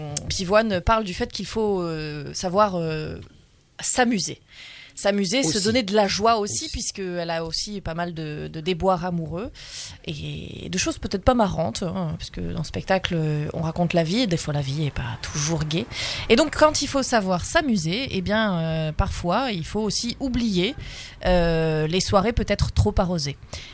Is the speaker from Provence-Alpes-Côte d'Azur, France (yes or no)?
yes; Toulon, Provence-Alpes-Côte d'Azur, France; accent: Toulonnais; au Zénith de Toulon. D'où je suis originaire.